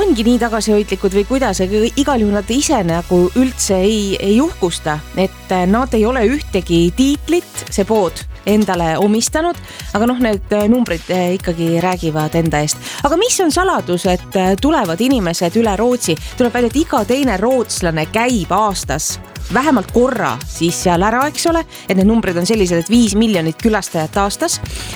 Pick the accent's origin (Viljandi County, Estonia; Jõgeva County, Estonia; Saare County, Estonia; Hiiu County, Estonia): Viljandi County, Estonia; Aga jah, mina olen ju Mulgist pärit